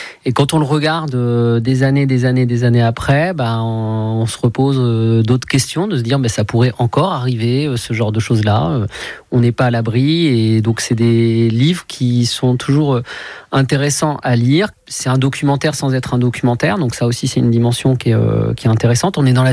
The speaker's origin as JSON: {"language": "French", "town": "Véretz", "region": "Centre-Val de Loire", "country": "France", "said": "je suis de Véretz"}